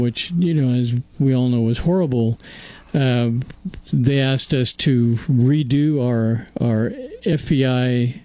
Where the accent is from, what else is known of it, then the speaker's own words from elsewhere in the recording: Weyburn, Saskatchewan, Canada; moved away as an adult; now in Columbus, United States; where I grew up, I grew up in Weyburn, Saskatchewan.